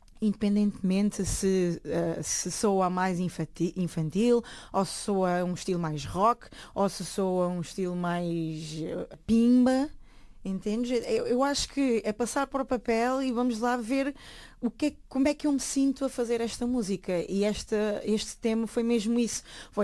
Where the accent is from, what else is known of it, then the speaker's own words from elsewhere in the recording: Ferreira do Alentejo, Alentejo, Portugal; o pessoal também de Ferreira do Alentejo, que foi o sítio onde eu cresci, também